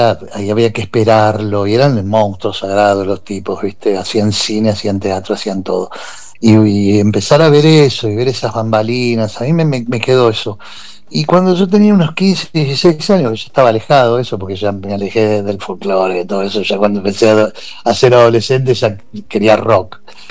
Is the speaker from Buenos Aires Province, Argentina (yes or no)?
yes; Banfield, Buenos Aires Province, Argentina; Yo me crié en ese Banfield, que es todo de banda de amigos, y toda la banda de ahí de Banfield.